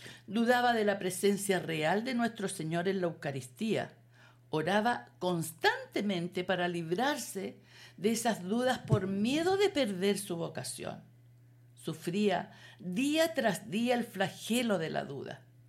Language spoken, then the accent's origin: Spanish; Molina, Maule, Chile; Él estuvo como párroco más de 15 años en Molina, en mi tierra natal.